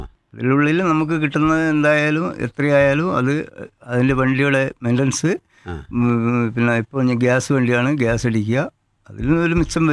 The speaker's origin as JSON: {"language": "Malayalam", "region": "Kerala", "country": "India", "also_born_or_lived": "Maharashtra", "moved": "yes"}